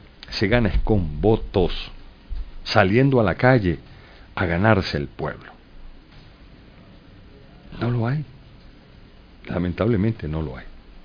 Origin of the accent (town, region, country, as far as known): Venezuela